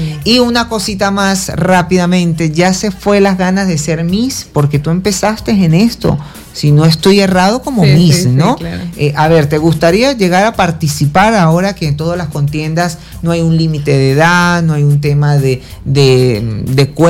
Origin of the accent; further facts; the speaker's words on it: Caracas, Capital District, Venezuela; born there; uno que es de Caracas, yo nací en Caracas